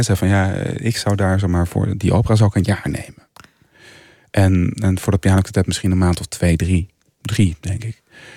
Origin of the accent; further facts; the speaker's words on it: Culemborg, Gelderland, Netherlands; Kom ik uit. Ja. En ben ik opgegroeid.